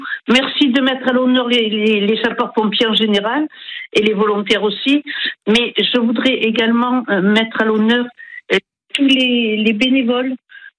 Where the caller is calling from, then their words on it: Septèmes-les-Vallons, Provence-Alpes-Côte d'Azur, France; chez nous à Septèmes